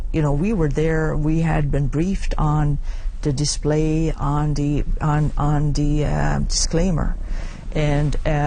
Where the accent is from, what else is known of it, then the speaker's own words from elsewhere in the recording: Makkovik, Newfoundland and Labrador, Canada; I'm from Northern Labrador. I'm born and raised in Mokovic. I am a member of Nunatsivut Inuit.